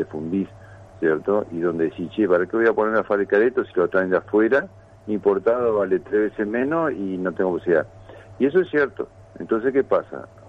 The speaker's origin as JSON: {"language": "Spanish", "country": "Argentina", "said": "nosotros, ¿cierto?, como sociedad argentina"}